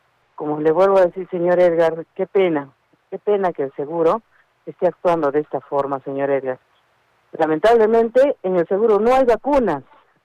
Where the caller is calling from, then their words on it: Chuquibamba, Arequipa, Peru; yo soy de Chuquibamba